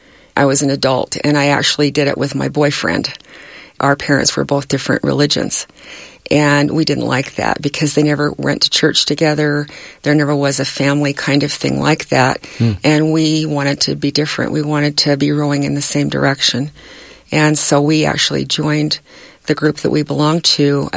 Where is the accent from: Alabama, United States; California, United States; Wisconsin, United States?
California, United States; born there; I was born in California, and it was rather integrated down there.